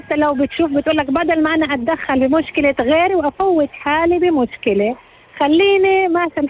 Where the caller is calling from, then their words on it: Nazareth, Northern District, Israel; من الناصري.